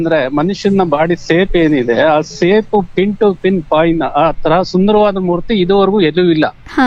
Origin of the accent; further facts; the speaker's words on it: Kondajji, Karnataka, India; ನಮ್ಮೂರು ಕೊಂಡಜ್ಜಿ ಅಂತ ಮೇಡಮ್, ಕೊಂಡಜ್ಜಿ, ಕೊಂಡ ಅಜ್ಜಿ